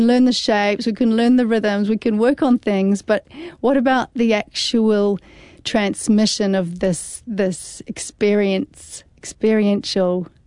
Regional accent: New Zealand; also born or lived in Bulgaria; And my experience as a Kiwi, who, you know, we're quite kind of, we don't like to shake the boat

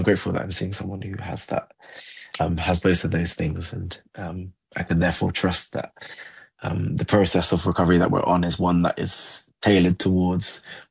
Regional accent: Nottingham, East Midlands, United Kingdom; born or raised there; now in London, United Kingdom

